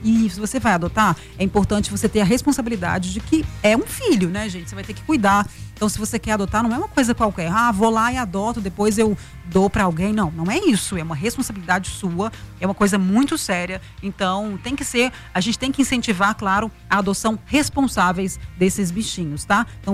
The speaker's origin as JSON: {"language": "Portuguese", "town": "Uberaba", "region": "Minas Gerais", "country": "Brazil", "tie": "born or raised there", "moved": "yes", "said": "O pessoal lá de Berlândia, que é pertinho da minha terra natal, inclusive Uberaba"}